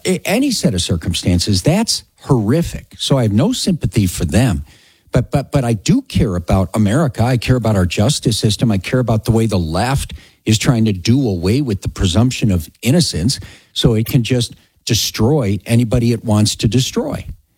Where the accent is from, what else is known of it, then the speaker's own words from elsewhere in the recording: United States; as an American